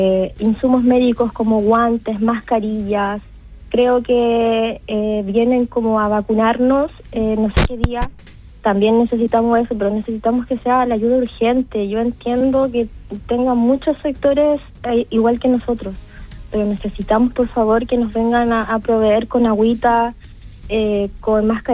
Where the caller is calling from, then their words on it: Chile; ser la voz de mis vecinos y de toda la gente que estamos afectada acá en Cruz de Caña